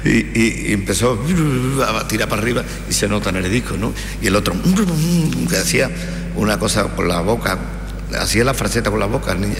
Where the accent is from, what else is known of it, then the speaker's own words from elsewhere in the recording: Lebrija, Andalusia, Spain; Digo, yo soy de Lebrija.